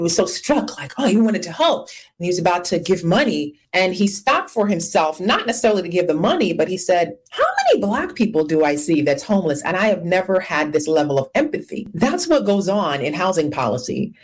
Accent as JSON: {"language": "English", "town": "Brownsville", "region": "New York", "country": "United States", "tie": "born or raised there", "said": "I didn't grow up with a silver spoon. I grew up in Brownsville, right? With most of the time with a single mother."}